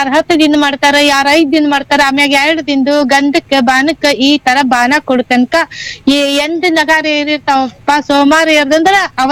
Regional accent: Tikota, Karnataka, India; ವಿಜಯಪುರ ಜಿಲ್ಲೆ ತಿಕೋಟ ಅಂತ ನಮ್ಮೂರು, ಅದಕ್ಕಿಂತ ಮುಂಚೆ ಔರ್ ಸಂಘ ಅಂತ ಕರಿತಿದ್ರು.

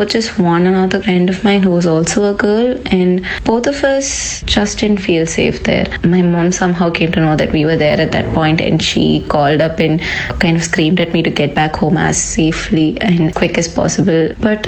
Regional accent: Gujarat, India; moved away as an adult; also born or lived in Chennai; now in Hyderabad, India; I moved to Chennai when I was in college. So I was in Gujarat before that. I grew up in Gujarat, though I was born in Chennai.

